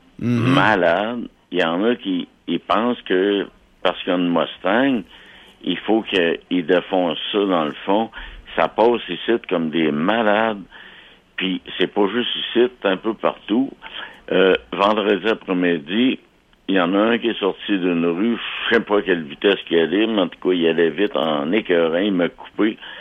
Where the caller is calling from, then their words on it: Lévis, Quebec, Canada; Moi, j'habite à Lévis.